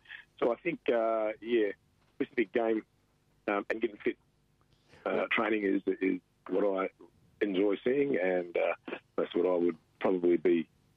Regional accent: Western Australia, Australia; I come from Tamman.

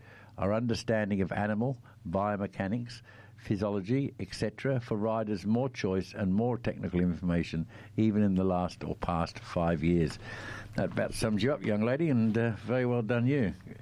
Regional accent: Australia; we're Australian

